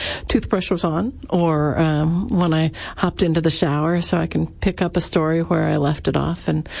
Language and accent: English; Lincoln, Nebraska, United States; from Lincoln, Nebraska.